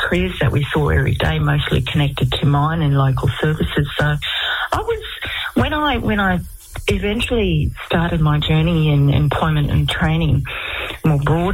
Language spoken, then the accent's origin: English; Weipa, Queensland, Australia; growing up in Weipa in Old Marpoon in far north Queensland, my childhood was adventurous and it was fun.